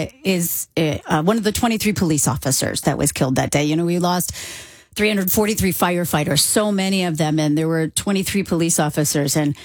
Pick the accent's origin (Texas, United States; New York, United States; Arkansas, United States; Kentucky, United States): New York, United States; moved away as an adult; now in Chicago, United States; I've been here 10 years. I grew up coming to Chicago, but yes, I am from New York